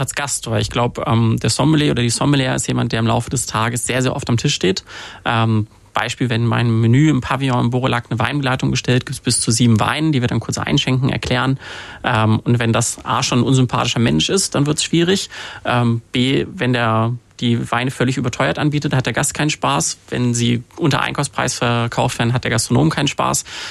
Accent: Cologne, North Rhine-Westphalia, Germany; Über Umwege. Ich komme aus Köln. Das ist eine Stadt, die eher für Bier als für Wein bekannt ist.

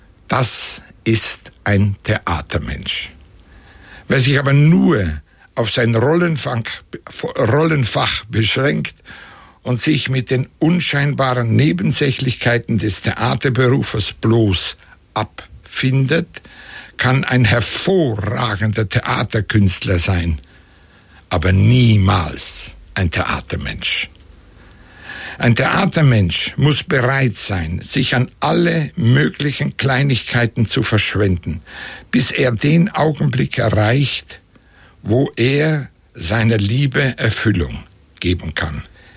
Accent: Kaltbrunn, St. Gallen, Switzerland; Und da gab es damals in dem Dorf, wo ich aufgewachsen bin, Kaltbrunn hat das geheißen. Heißt heute noch.

